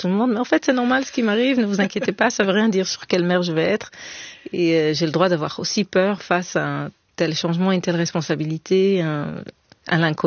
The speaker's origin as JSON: {"language": "French", "country": "Israel", "tie": "born or raised there", "said": "Je sais pas si c'est lié à ma culture, donc du fait que j'ai été élevée en Israël et qu'il y a quelque chose de très direct dans cette langue-là aussi."}